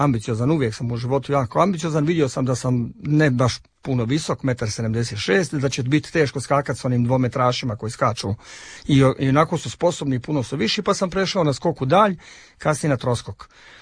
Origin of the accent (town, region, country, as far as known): Zenica, Federation of Bosnia and Herzegovina, Bosnia & Herzegovina; born or raised there